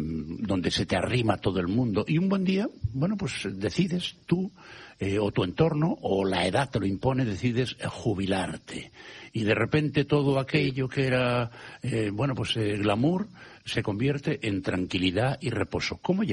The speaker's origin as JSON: {"language": "Spanish", "region": "Galicia", "country": "Spain", "said": "en mi tierra, en Galicia."}